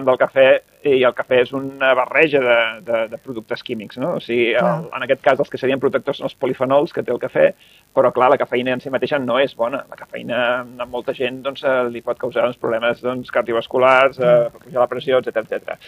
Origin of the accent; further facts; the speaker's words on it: England, United Kingdom; Jo sóc anglès, jo prenc te. Jo sóc de te, no?